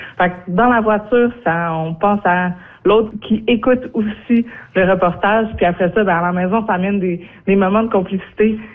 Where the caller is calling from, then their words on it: Val-Morin, Quebec, Canada; Je suis de Valmorin dans les Laurentides.